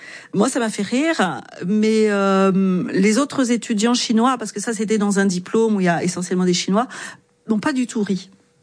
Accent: France; je suis française.

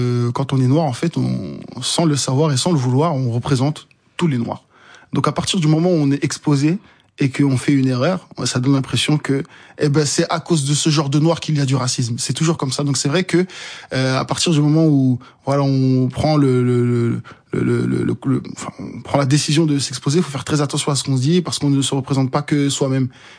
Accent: Comoros; Alors, Mali, Sénégal, Congo. Et non, je suis comorien.

